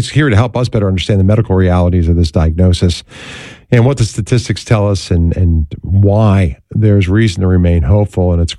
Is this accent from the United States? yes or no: yes; Philadelphia, Pennsylvania, United States; And there in my hometown of Philadelphia